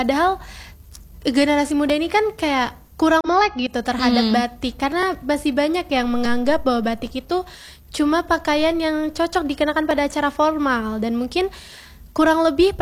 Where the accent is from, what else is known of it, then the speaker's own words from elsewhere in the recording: Pamulang, Banten, Indonesia; Motif anggrek itu kan dari Tangerang Selatan yang terinspirasi dari Pamulang, kebetulan daerah aku sendiri.